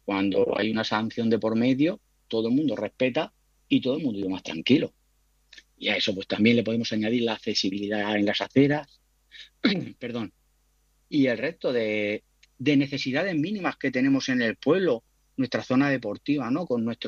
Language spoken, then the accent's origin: Spanish; Orihuela, Valencian Community, Spain